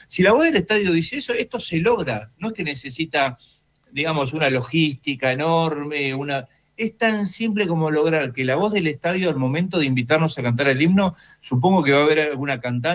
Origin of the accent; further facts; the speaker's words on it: Argentina; tiene que ver con lo que estamos viviendo como argentinos, ¿no?